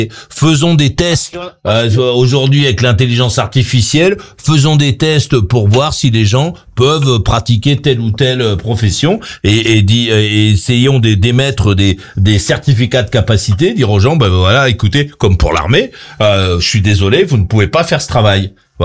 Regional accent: France

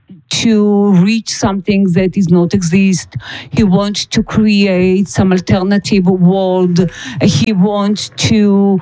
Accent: Israel; I'm from Israel. I live in Tel Aviv in front of the sea.

